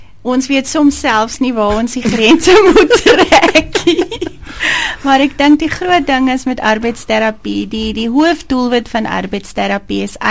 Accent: Zurich, Switzerland; Afrikaans is a second language; moved away as an adult; now in Oudtshoorn, South Africa; ek is oorspronkelijk van Switserland, julle gaan het ook hoor om my dialek, so soms raak ek een bykie, sê die mense, waar kom jy vandaan, uit die Karoo uit, of uit in Amakwaland, of ek weet nie waar nie, maar ek kom eindelijk uit van Zurich

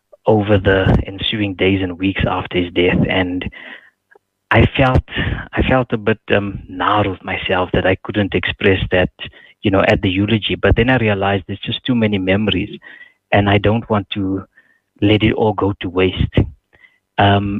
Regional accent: Rivoli, Piedmont, Italy; where I grew up in Rivoli, I think two or three times a week, the Rivoli Library would be open till, I think, 8:30 in the evening.

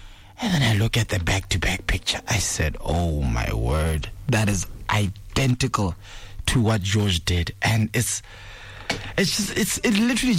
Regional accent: Lesotho; We grew up in Lesotho at one point, so he's also part of us.

